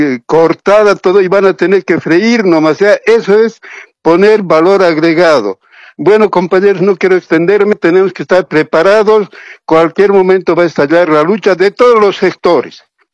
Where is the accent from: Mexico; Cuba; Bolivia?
Bolivia; Oruro; en Oruro, de donde soy yo